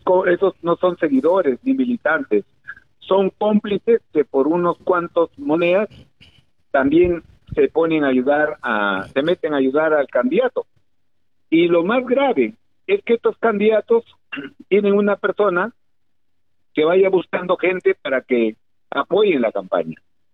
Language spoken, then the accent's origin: Spanish; Lambayeque, Peru; como le llamamos acá en Perú, en el Lambayeque.